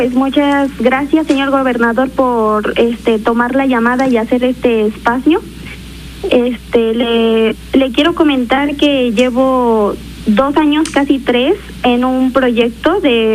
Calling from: San Juan Xiutetelco, Puebla, Mexico; Somos aquí de San Juan, Xutetelco.

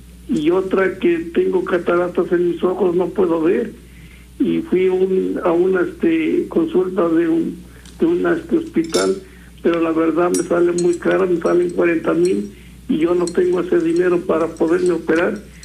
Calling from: Oriental, Puebla, Mexico; De aquí, de este Guadalupe Miravalles Oriental.

